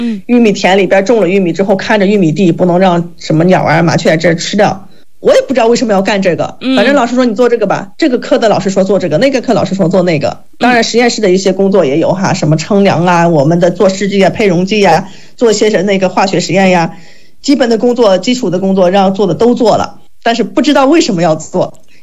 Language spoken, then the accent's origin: Chinese; Shanxi, China; 因为我是山西人